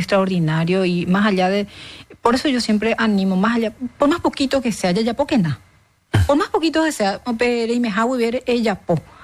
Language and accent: Spanish; Paraguay; porque ahí creo que está nuestro gran compromiso como todo paraguayo, proteger esto tan lindo y tan nuestro, tan único.